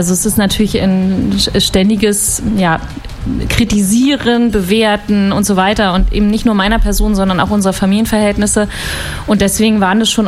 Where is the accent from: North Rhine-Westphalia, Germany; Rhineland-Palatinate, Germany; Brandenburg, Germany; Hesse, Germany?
Brandenburg, Germany; moved away as an adult; also born or lived in Potsdam / Berlin / Frankfurt (Oder); now in Mallnow (Lebus), Germany; Ich bin im Havelland geboren, dann auf einem kleinen Dorf die meiste Zeit jedenfalls meiner Kindheit und Jugend aufgewachsen. Habe dann in Potsdam studiert, ganz kurz mal in Berlin gewohnt und bin dann nach Frankfurt-Oder gezogen